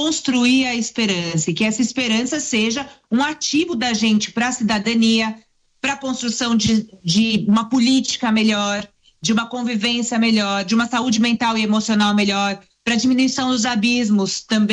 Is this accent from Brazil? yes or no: yes; Brazil; Não só como autor, como eu sou, como visitante da Flip, mas como brasileira, que quer ver isso aqui ser um evento realmente internacional de orgulho para nós